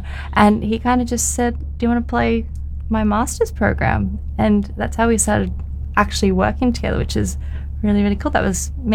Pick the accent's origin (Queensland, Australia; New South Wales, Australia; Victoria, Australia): New South Wales, Australia; Sydney; moved away as an adult; also born or lived in San Francisco; now in Canberra, Australia; Well, I'm actually originally from Sydney, but I have, yes, been in Canberra for the last 5 years, actually, since I moved back from San Francisco. So I'm kind of based now in between both cities.